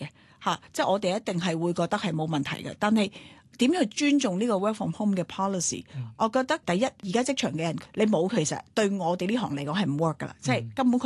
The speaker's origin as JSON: {"language": "Cantonese", "country": "Hong Kong", "said": "我哋香港人"}